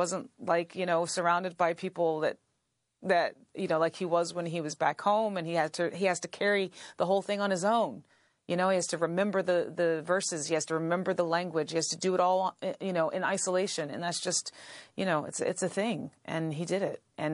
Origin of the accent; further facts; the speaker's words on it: North Carolina, United States; I'm from North Carolina. from a mixed family, mixed black and white, and I know indigenous, you know, back there is kind of a typical Southern story of black, white, and red mixed in sort of indiscriminate ways.